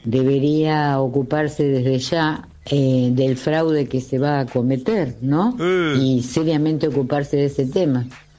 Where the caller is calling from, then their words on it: La Plata, Buenos Aires Province, Argentina; de La Plata.